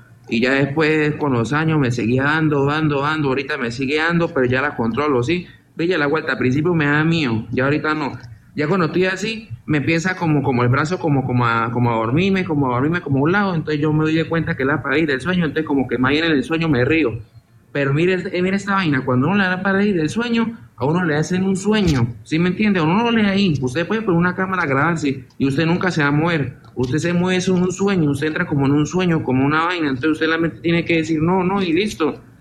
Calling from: Cúcuta, Norte de Santander, Colombia; Le hablo desde Cúcuta.

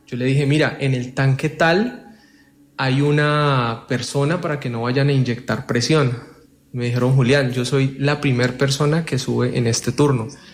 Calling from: Palmira, Valle del Cauca, Colombia; yo soy de Palmira, Valle del Cauca. Trabajé en un ingenio azucarero.

